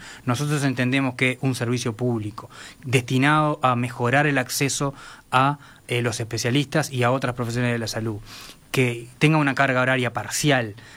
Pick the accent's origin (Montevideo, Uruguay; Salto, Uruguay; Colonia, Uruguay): Salto, Uruguay; moved away as an adult; Sí, sí, soy oriundo de Salto. Hasta los 17, 18 años estuve ya en Salto.